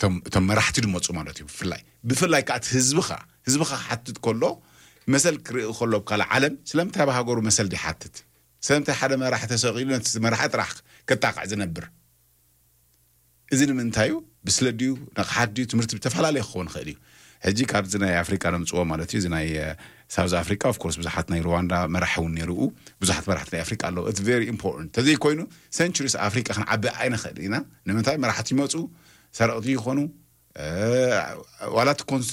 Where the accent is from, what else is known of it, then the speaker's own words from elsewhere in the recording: South Africa; I'm from South Africa. I'm from Africa. I'm from South Africa.